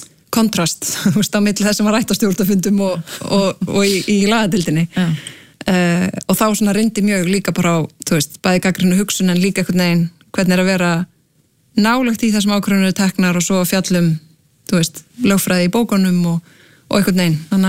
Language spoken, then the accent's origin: Icelandic; Akranes, Western Region, Iceland; eru tveir grunnskólar á Akranesi ólst upp á Vestugötu